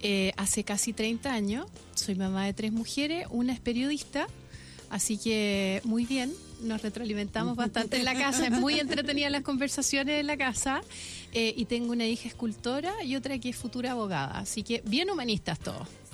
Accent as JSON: {"language": "Spanish", "country": "Chile", "said": "Pero chilena, pero chilena de corotos."}